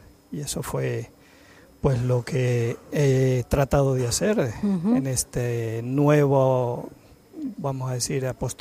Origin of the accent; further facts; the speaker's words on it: Venezuela; moved away; Porque uno viene de una realidad que yo llegué o salí de Venezuela en el año 2018